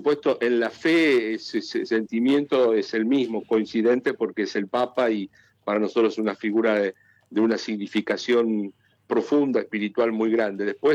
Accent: Argentina; nuestra vida como argentinos

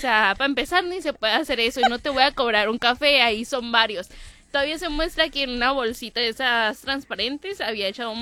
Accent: Mexico

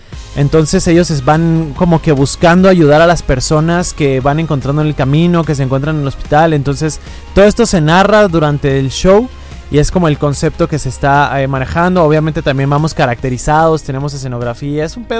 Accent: Guadalajara, Jalisco, Mexico; somos orgullosamente tapatíos.

